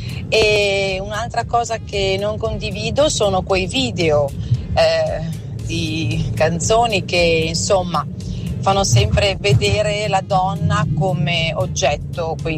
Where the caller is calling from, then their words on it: Mantua, Lombardy, Italy; da Mantova